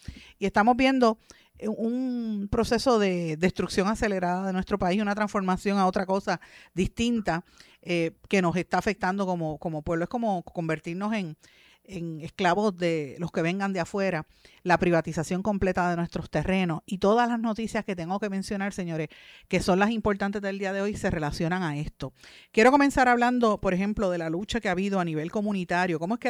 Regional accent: Puerto Rico

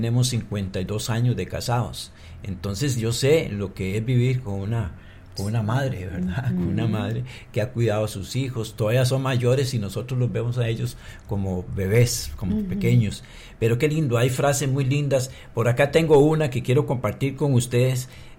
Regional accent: Costa Rica; para nosotros como costarricenses

